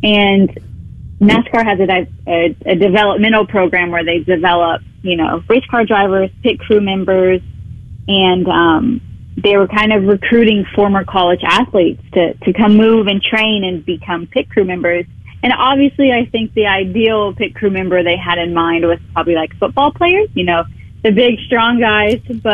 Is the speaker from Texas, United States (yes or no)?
yes; Amarillo, Texas, United States; Yeah, so I grew up in Amarillo, Texas, and played softball all throughout high school and junior college